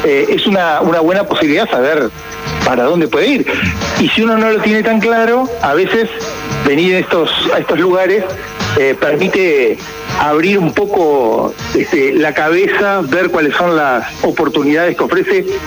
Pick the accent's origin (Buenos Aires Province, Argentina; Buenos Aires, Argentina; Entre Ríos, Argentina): Entre Ríos, Argentina; Gualeguay; now in Paraná, Argentina; como me pasó a mí, que llegué de Gualeguay a Paraná hace ya un rato largo, pensando en estudiar la carrera de comunicación social.